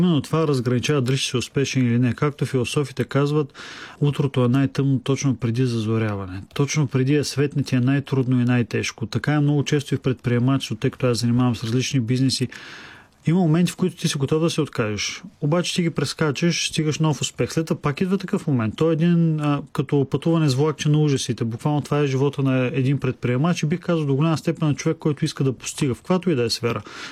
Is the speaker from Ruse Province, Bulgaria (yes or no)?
no; Smolyan, Smolyan Province, Bulgaria; аз съм израснал в малко градче, Смолен. Аз съм от Смолен, от Родопите. Там всички се познават.